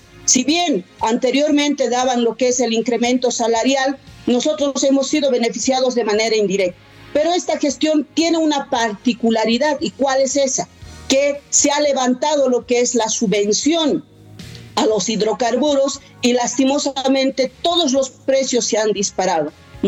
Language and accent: Spanish; Bolivia; es nuestro derecho que tenemos como bolivianos y bolivianas